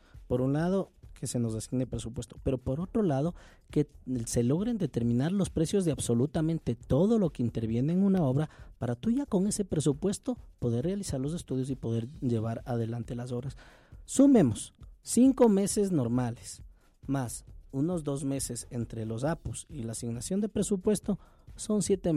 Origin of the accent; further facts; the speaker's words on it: Conocoto, Pichincha, Ecuador; todos los que somos de Conocoto, porque yo desde guagua he sido criado en Conocoto